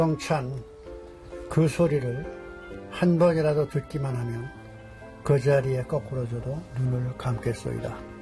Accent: Dangjin, South Chungcheong, South Korea; moved away; 이렇게 고향이 있고 내가 낳은 집이 있어서 1940년에 난 이 집에 다시 돌아와서 여생을 마치게 됐습니다.

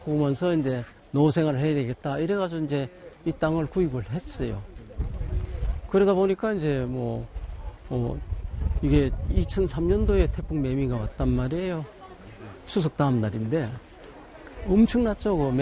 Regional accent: Yeongdeok, North Gyeongsang, South Korea; moved away as an adult; now in Geoje, South Korea; 저 원래 고향은 경북 영덕군 영해면 소재지 깡촌이에요. 깡촌. 바다도 없고 거제도가 제 생활의 터전이었고 여기서 뭐 애들 태어나고 뭐 교육시키고

